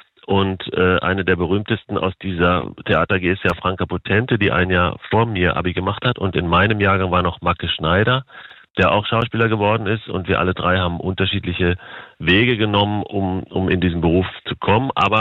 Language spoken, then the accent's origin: German; Dülmen, North Rhine-Westphalia, Germany; now in Hamburg, Germany; Also ich bin Münsterländer oder Dülmner eigentlich durch und durch.